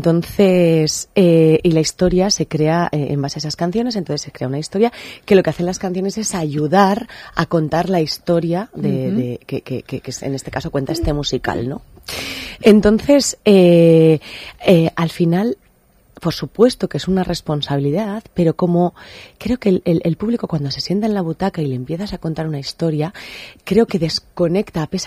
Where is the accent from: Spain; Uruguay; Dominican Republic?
Spain; Eibar, Basque Country; yo soy vasca también, soy de Eibar, uh-huh, he hecho mucha carrera aquí en Euskadi